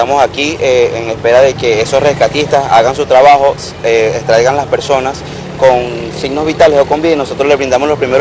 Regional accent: Venezuela; me llena de orgullo ser venezolano

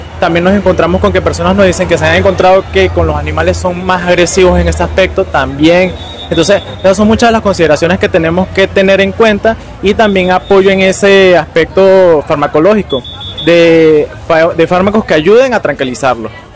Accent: Guanare, Portuguesa, Venezuela; De Guanare … también soy de Guanare.

